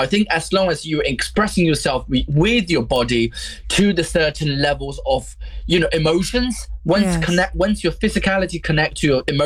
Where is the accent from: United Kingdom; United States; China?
China; moved away; But growing up in China